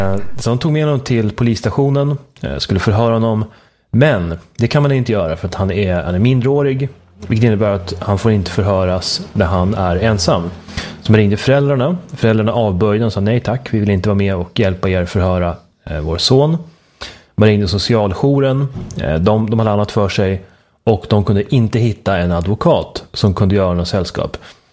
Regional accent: Uppsala, Uppsala County, Sweden; moved away; Uppsala. Min kära gamla hemstad som knappt går att känna igen.

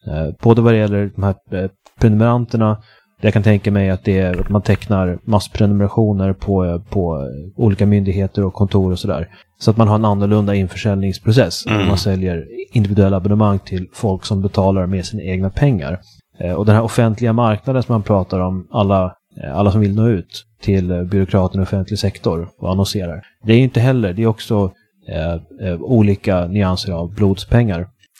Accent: Uppsala, Uppsala County, Sweden; Det är mycket sorgligt nu för tiden för mig att läsa nyheter om min hemstad Uppsala.

